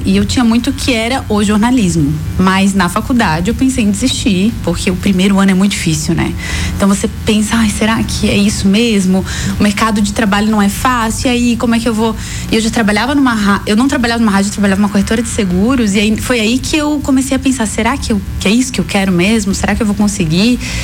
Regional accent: São José do Cerrito, Santa Catarina, Brazil; estudou porque eu sou de São José do Cerrito, deu aula.

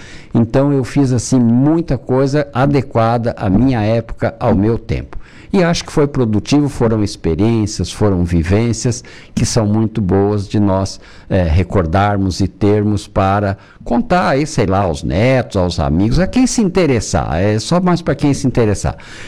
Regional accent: Campo Grande, Mato Grosso do Sul, Brazil; eu nasci em Campo Grande, né? No Mato Grosso do Sul

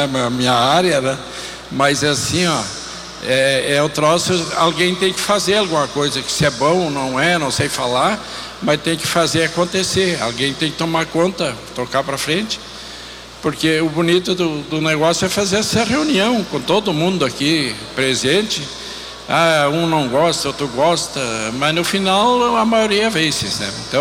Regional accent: Sobradinho, Rio Grande do Sul, Brazil; also born or lived in Arroio do Tigre; Eu também sou sobradiense lá do Tamanduá, né?

